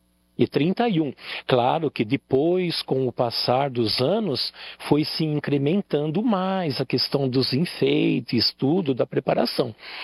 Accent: Matão, São Paulo, Brazil; moved away as an adult; Eu saí de Matão no ano de 1991, quando eu fui para o seminário.

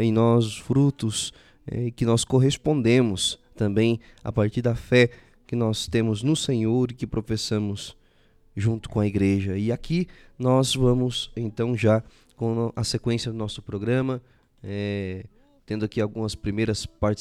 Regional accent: Itaperuçu, Paraná, Brazil; moved away; lá da minha cidade de Itaperuçu, cidade de origem

